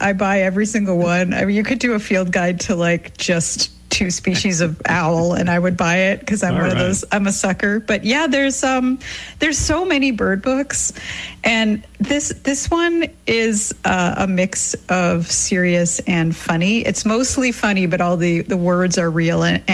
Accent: Canada; now in United States; So I grew up in Canada, and in Canada, we say that white-throated sparrows say, oh, sweet Canada. And then I moved to the States, and you all say Old Sam Peabody.

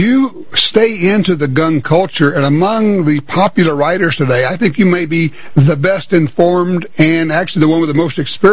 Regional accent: Louisiana, United States; I come from Louisiana and spent a good time down in New Orleans

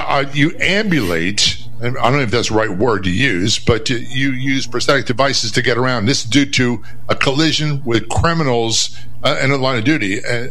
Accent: United States; The other thing that I don't get as an American is there, and we have relatives in Ireland

